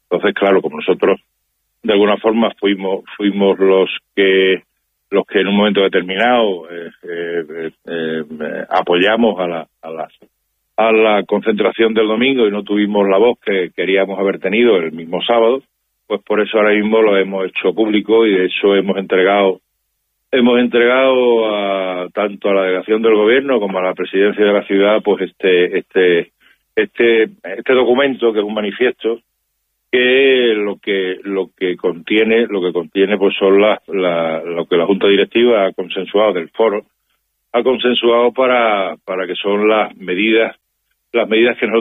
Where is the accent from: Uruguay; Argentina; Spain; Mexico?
Spain; exigir nuestros derechos como ciudadanos españoles y europeos que somos, aunque estemos viviendo en África, pero somos europeos de pleno derecho, ¿eh?